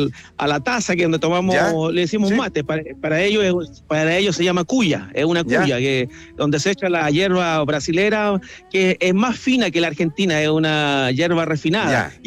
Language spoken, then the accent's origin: Spanish; Chile; Yo soy chileno, pero mi señora esposa y mi señorita hija viven en Sao Paulo